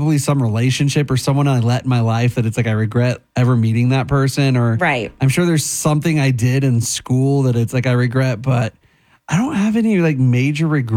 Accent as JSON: {"language": "English", "region": "Oklahoma", "country": "United States", "said": "I'm from Oklahoma"}